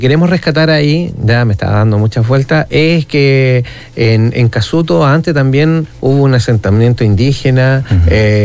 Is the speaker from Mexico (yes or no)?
no; Chile; now in Los Vilos, Chile